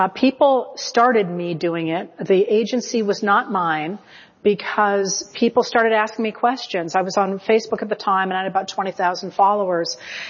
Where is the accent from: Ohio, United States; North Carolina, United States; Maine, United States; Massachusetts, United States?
Maine, United States; also born or lived in Chicago area; We had always spent the summers in Maine, where my mother was from, and we left to the Chicago area the day after I turned 7 and moved to Maine permanently.